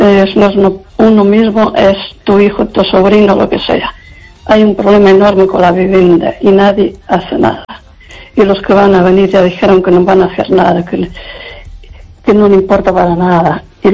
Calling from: Lugo, Galicia, Spain

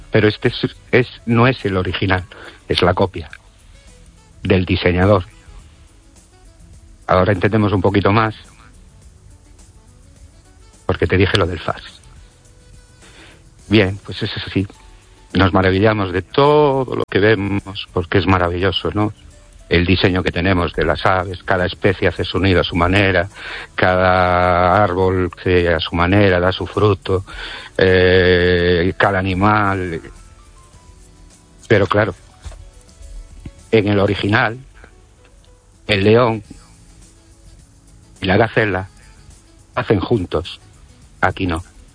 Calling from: Brens, Galicia, Spain

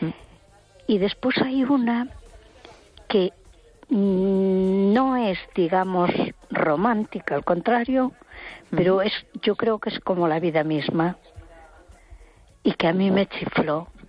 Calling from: A Coruña, Galicia, Spain; de Coruña.

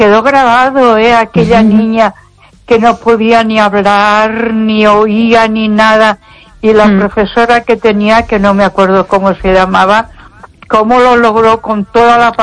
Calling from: Ponferrada, Castile and León, Spain; Buenas noches, Esther. Soy otra vez la... … de Ponferrada.

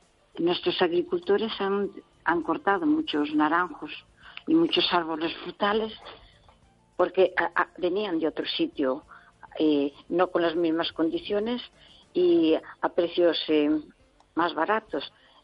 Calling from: Pontevedra, Galicia, Spain; de Pontevedra.

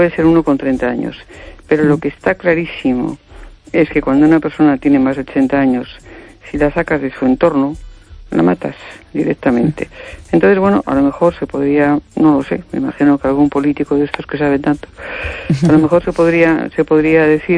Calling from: A Coruña, Galicia, Spain; Desde La Coruña.

